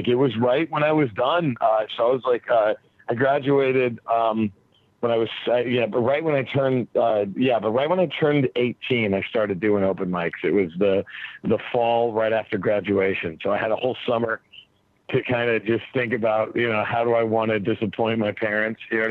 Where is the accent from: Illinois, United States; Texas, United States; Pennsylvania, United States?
Texas, United States; Dallas; now in Los Angeles, United States; Dallas, Texas is my hometown. But I live in L.A. now.